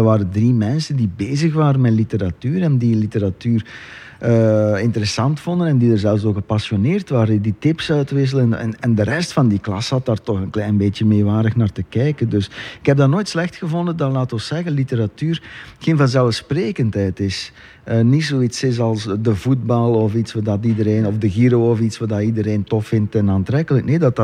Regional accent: Flanders, Belgium; accent: Waasland; wij komen alle 2 van het Waasland.

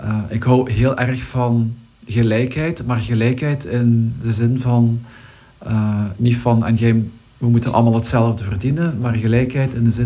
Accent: Bilzen, Flanders, Belgium; ik ben opgegroeid in Bilzen in Limburg.

